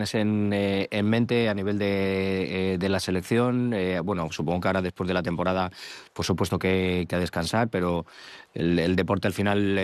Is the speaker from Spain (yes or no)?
yes; Spain; Yo como español también lo digo